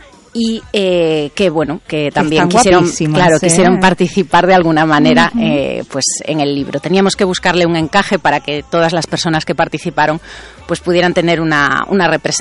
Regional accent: Ferrol, Galicia, Spain; yo soy de Ferrol.

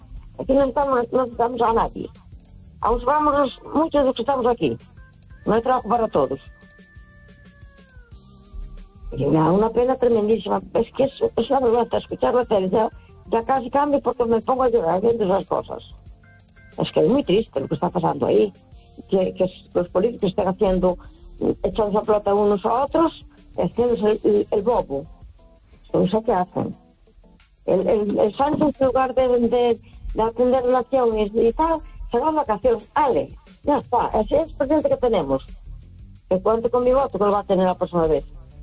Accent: A Coruña, Galicia, Spain

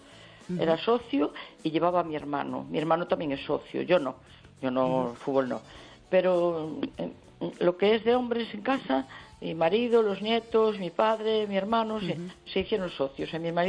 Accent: A Coruña, Galicia, Spain; Claro, yo soy de La Coruña y quiero el Depor, pero yo no soy de fútbol.

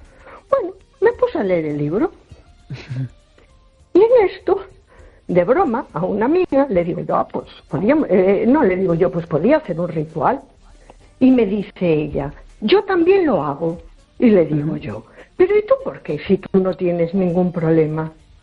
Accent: A Coruña, Galicia, Spain; Hola, buenas noches. … de Coruña.

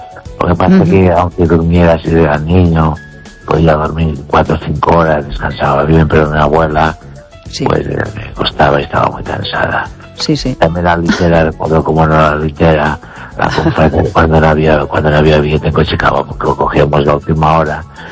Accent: Galicia, Spain; Y mi pueblo está a unos 9 kilómetros o 8 de los Peares. En la base de la montaña. Y entonces bajábamos en los Peares.

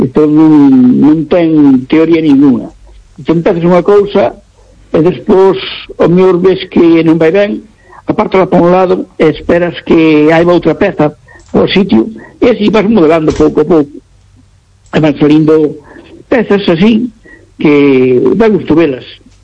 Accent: Cedeira, Galicia, Spain; Eu son de Tasafor de Cedeira, sí.

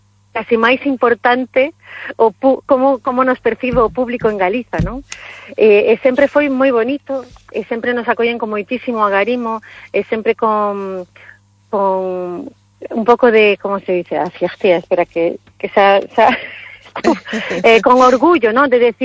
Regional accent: Brussels, Brussels-Capital Region, Belgium; Ainda que, cando decimos, somos de Bruselas e nacimos en Bruselas, pois a xente pois está ainda máis, pero como é posible, non?

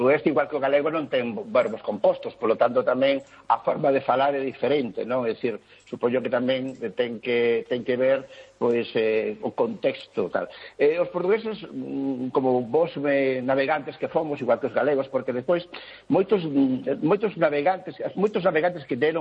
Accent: Galicia, Spain; pero se usted é portugués, non, son galego, estou unha beiriña e tal.

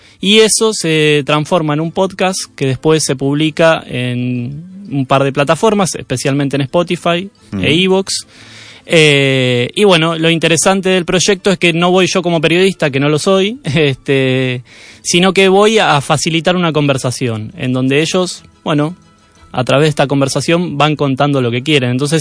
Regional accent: Argentina; now in Spain

